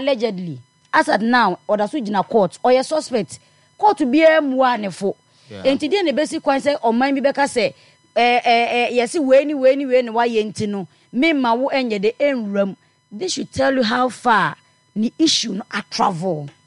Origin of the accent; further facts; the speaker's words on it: Ghana; as a Ghanaian